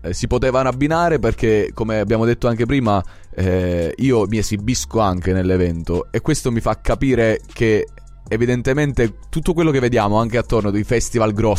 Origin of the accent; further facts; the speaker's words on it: Lagonegro, Basilicata, Italy